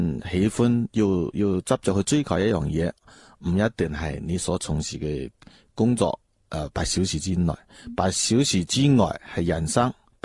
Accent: Lingnan, China; 我自细到大生于岭南，长于岭南，喺一片山水土地培育咗我，所见所闻都系岭南嘅嘢最多，甚至从细到大好少去其他地方。

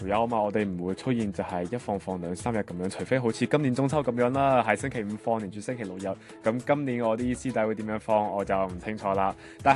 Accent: Macau

